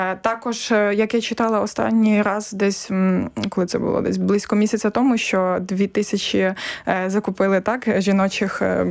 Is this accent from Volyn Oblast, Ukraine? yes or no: yes; Volyn Oblast, Ukraine; я з Волинської області, теж ми аналізували, скільки жінок голів громад, там, то з 54 було 7 жінок